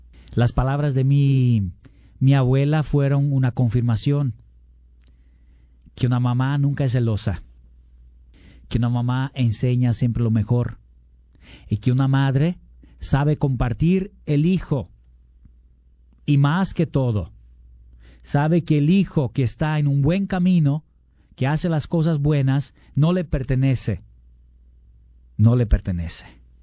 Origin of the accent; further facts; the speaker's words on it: Brazil; Yo crecí en Brasil, soy un padre misionero para los migrantes